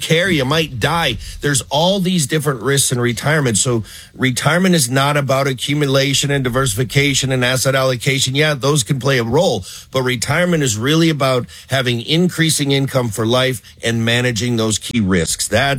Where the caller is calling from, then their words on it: Flagstaff, Arizona, United States; Coach, great to be back with you. I'm calling in from Flagstaff now.